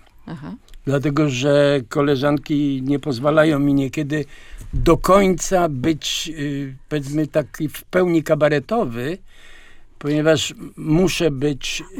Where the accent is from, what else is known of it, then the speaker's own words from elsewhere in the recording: Łódź, Łódź Voivodeship, Poland; born there; moved away as an adult; now in Tuszyn-Las, Poland; urodziłem się w Łodzi, mieszkałem od 30 paru lat, wyprowadziłem się z Łodzi, ale Tuszyn Las to nie jest daleko. Po prostu ze względu na zdrowie musiałem zmienić klimat, tak mi kazano. Natomiast czuję się łodzianinem